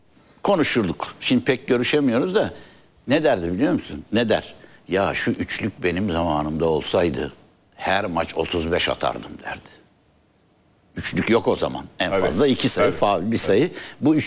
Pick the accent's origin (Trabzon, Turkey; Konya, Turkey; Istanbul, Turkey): Istanbul, Turkey; bizim mahalle yani Cevizlik. Yoğurtçu Park'ın üstü öyle evet.